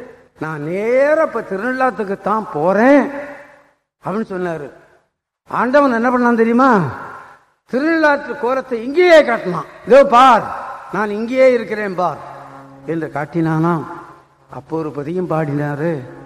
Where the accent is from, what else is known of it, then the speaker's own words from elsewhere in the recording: Veerakannan, Tamil Nadu, India; born there; நான் வீராக்கண்ணன் ஒரு ஊர்ல பிறந்தேன், தருமபுரத்துல படித்தேன், மெட்ராஸுக்கு வந்தேன்